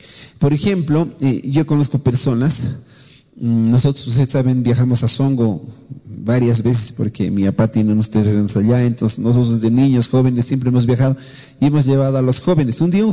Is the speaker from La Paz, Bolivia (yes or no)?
yes; La Paz, Bolivia; Me dice, sí, exactamente, somos de La Paz.